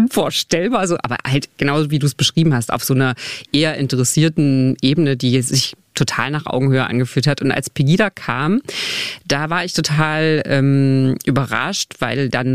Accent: Magdeburg, Saxony-Anhalt, Germany; Ich bin ja auch in Magdeburg groß geworden.

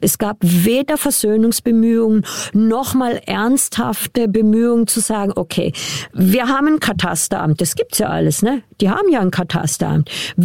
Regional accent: eastern Congo, DR Congo; diese Armee kämpft bei uns im Osten gegen diverse Milizen. Wir haben aber ungefähr 400 Milizen.

